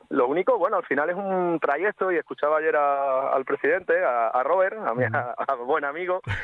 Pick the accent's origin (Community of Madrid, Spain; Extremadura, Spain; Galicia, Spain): Extremadura, Spain; Talayuela; porque además entiendo que jugaríamos en Talayuela, y allí sí te hablo en plural, primera persona